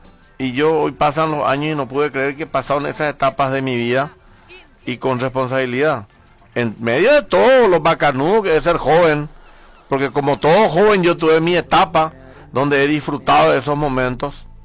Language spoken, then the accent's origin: Spanish; Paraguay; Yo en suelo paraguayo, siendo paraguayo